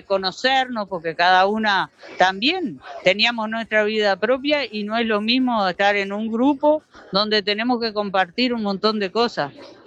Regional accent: Canelones, Uruguay; soy del noreste de Canelones, integro una cooperativa agraria, Cal Mañana

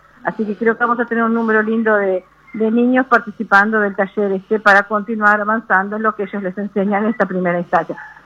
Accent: Tacuarembó, Uruguay; somos Tacuarembó, tierra de … del tango y del folclore

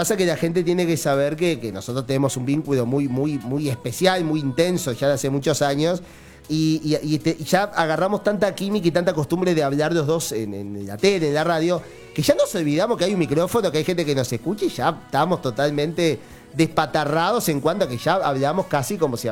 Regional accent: Uruguay; born there; O sea, nací en Uruguay.

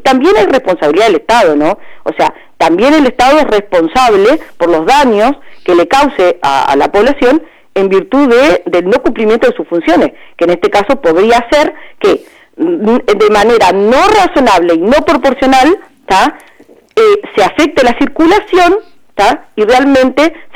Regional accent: Santa Clara de Olimar, Treinta y Tres, Uruguay; born there; Yo nací en Santa Clara de Olimar, es una villa en el departamento de 33, y mi familia tiene un establecimiento agropecuario en un camino vecinal

